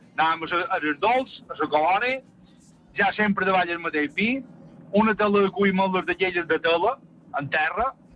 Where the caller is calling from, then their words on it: Ses Salines, Balearic Islands, Spain; de Ses Salines.